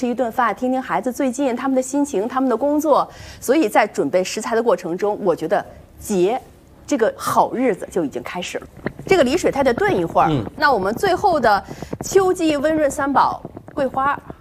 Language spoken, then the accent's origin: Chinese; China; 就是我们中国人过中秋节哈，